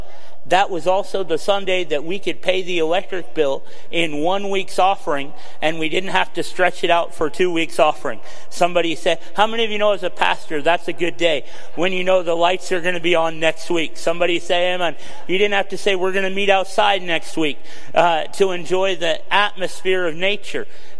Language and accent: English; Kansas, United States; I came from Kansas. Crystal and I were just talking about whether or not the town that we lived in had a Denny's.